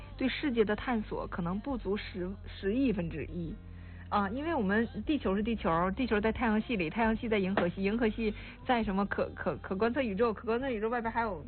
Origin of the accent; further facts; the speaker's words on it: Northeast China, China; 我们东北人